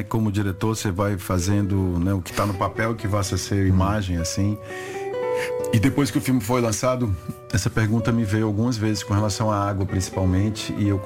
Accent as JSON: {"language": "Portuguese", "country": "Brazil"}